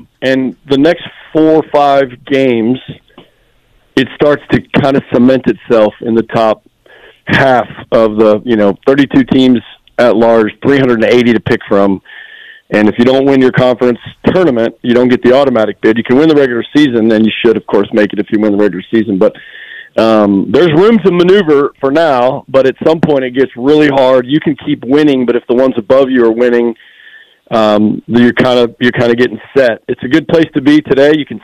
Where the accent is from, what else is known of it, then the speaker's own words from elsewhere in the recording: Irving, Texas, United States; No knock on my hometown